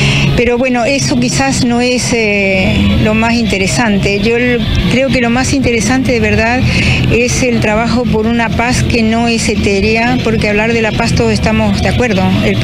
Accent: Uruguay; born there; yo soy nacida en Uruguay hace muchos años, como se ve

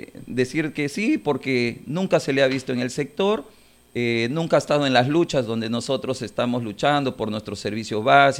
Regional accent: Punta Hermosa, Lima, Peru; nosotros somos de Punta Hermosa y a la fecha nosotros tributamos ante la municipalidad

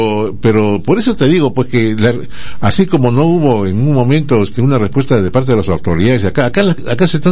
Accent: Moquegua, Peru; nosotros somos de Moquegua y todo lo demás.

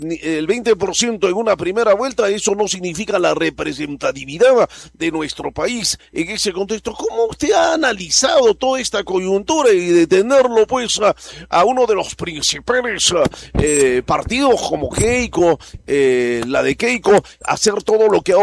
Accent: Junín, Peru; nuestra región Junín

